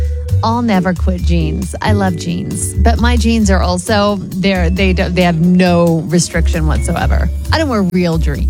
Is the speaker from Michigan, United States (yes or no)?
no; California, United States; I grew up in California, so it was an exceptional problem to have in Southern California.